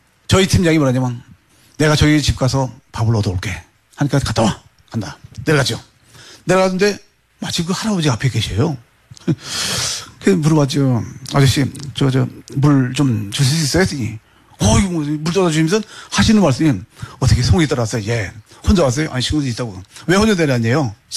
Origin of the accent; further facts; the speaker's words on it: North Korea; now in South Korea; 난 북한 놈 맞아.